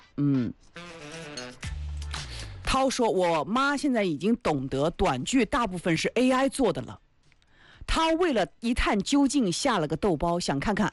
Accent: Feixi, Anhui, China; accent: Feixi dialect; 我们这方言好大

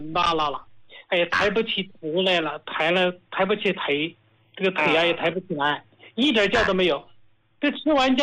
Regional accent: Hubei, China; 我是湖北人，

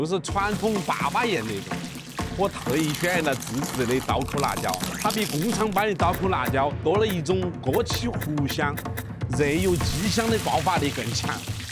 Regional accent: Chengdu, Sichuan, China; born there; 我们一起把家乡的味道带出去，让更多人喜欢上成都

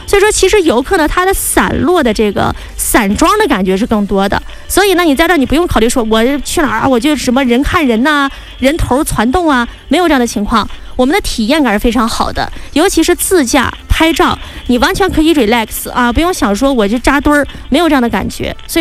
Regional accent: Xilinhot, Inner Mongolia, China; 欢迎大家来到我的家乡哈，就是锡林郭勒的蒙府锡林浩特市。

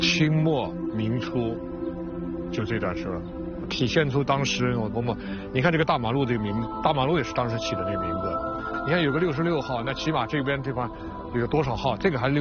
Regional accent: Nanjing, Jiangsu, China; 我是南京人。

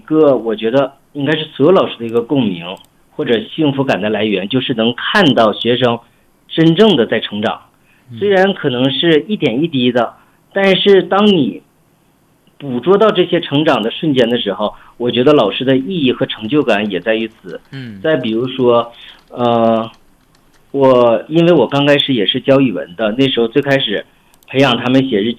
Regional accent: Northeast China, China; moved away as an adult; 就在我的老家东北那边上大学

